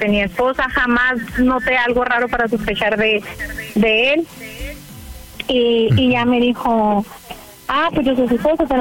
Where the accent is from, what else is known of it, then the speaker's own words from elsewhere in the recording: Mexicali, Baja California, Mexico; 29, Mexicali.